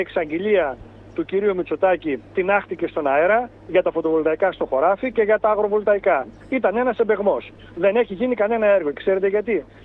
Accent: Larissa, Thessaly, Greece; που είναι όσο είναι η μισή Λάρισα, μιας και είμαι Λαρισαίος

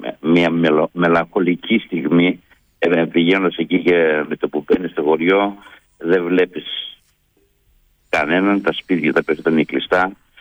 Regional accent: Markiniada, Epirus, Greece; born there; moved away; Γεννήθηκα στη Μαρκινιάδα Άρτας, είναι ένα κοριό πάνω από το Πέτα.

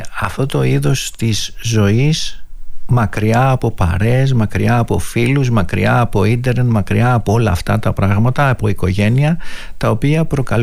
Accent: Athens, Attica, Greece; Η καταγωγή είναι από την Τίνο, αλλά δεν ζούσαμε στην Τίνο, ζούσαμε στην Αθήνα, στην Τσιμεντούπολη.

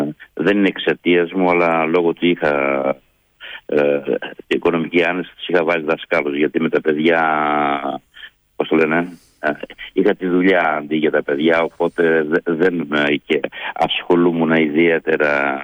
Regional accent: Markiniada, Epirus, Greece; born there; Γεννήθηκα στη Μαρκινιάδα Άρτας, είναι ένα χωριό πάνω από το Πέτα.

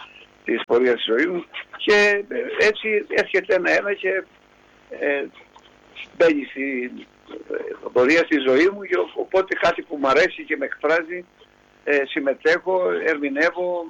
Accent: Anogeia, Crete, Greece; Και ξέρετε και ένα περιβάλλον που μεγάλωσα εδώ στα Νόγια, ήταν ιδιαίτερο.

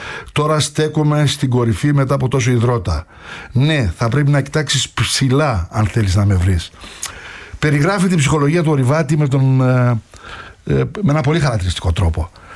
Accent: Tzoumerka, Epirus, Greece; moved away; Εγώ κατάγομαι από τα Τζουμέρκα, έχω παραστάσεις σε αυτό

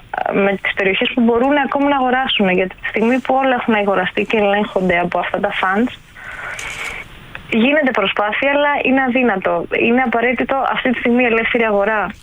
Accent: Kallithea, Attica, Greece; also born or lived in Chania; now in Madrid, Spain; Εγώ με τυχαία είμαι 20 χρόνια στην Ελλάδα, αλλά εγώ είμαι από την Αθήνα, από την Καλυθέα, έχω ζήσει στα Χανιά 2 χρόνια.

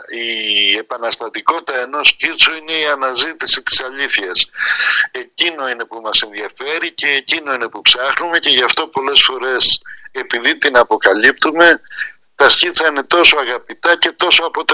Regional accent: Pyrgos, Western Greece, Greece; είμαι από τον Πύργο της Ηλίας και η Τρίπολη μου είναι πολύ αγαπημένη

